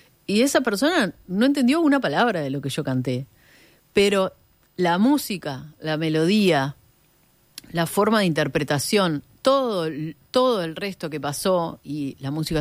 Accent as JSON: {"language": "Spanish", "country": "Uruguay"}